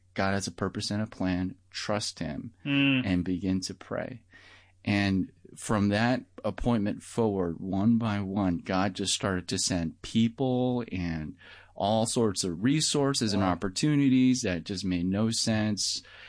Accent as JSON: {"language": "English", "town": "Denver", "region": "Colorado", "country": "United States", "tie": "born or raised there", "said": "Yeah, well, you know, born and raised in Denver, Colorado."}